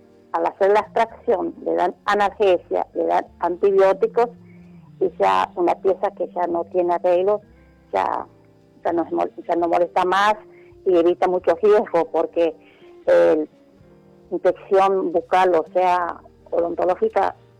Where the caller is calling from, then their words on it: Pilar, Buenos Aires Province, Argentina; soy de Pilar, Lago Mertino.